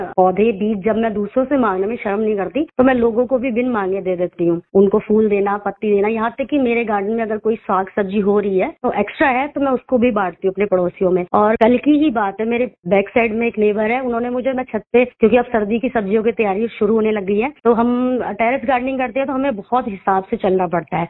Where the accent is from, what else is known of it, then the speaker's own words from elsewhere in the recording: Uttarakhand, India; Sir, मैं बताना चाहूंगी कि मैं पहाड़ों से हूँ, मैं बेसिकली उत्तराखंड से हूँ, तो हमारी ब्लड लाइन में ही है नेचर प्रकृति।